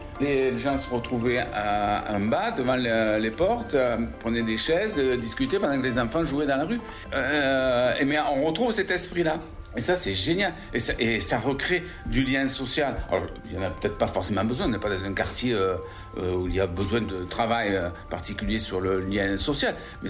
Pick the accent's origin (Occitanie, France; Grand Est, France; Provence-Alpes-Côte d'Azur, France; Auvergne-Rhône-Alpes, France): Occitanie, France; Alès; born there; Moi, je suis d'Alès. Je suis né à Alès, dans une rue qui s'appelle la rue de Beyran.